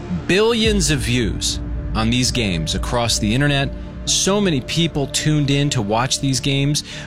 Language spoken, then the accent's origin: English; New Jersey, United States; I bought a Knicks hat because I'm from the New York area, okay? I'm a North Jersey kid.